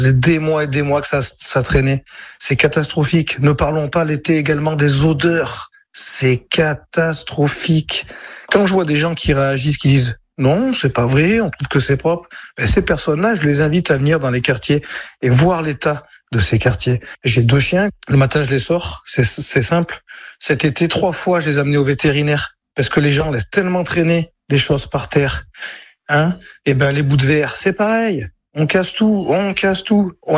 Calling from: Valence, Auvergne-Rhône-Alpes, France; j'ai 38 ans, je vis à Valence.

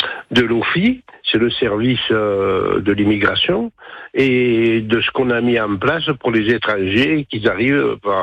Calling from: France; moi je suis français.

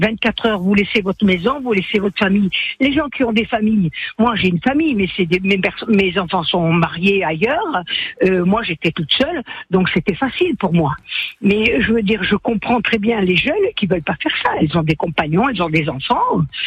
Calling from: Furiani, Corsica, France; moi j'habite à Fouriani

